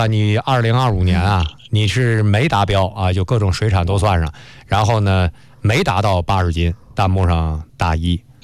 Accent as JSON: {"language": "Chinese", "country": "China", "said": "我们中国人"}